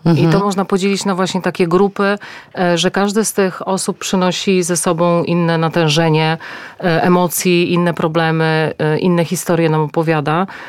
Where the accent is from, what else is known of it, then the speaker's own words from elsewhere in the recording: Warsaw, Masovian Voivodeship, Poland; Była to ulica Waszyngtona. Ja się wychowałam w tym rejonie, chodziłam tam do parku, mam tam bardzo dużo wspomnień.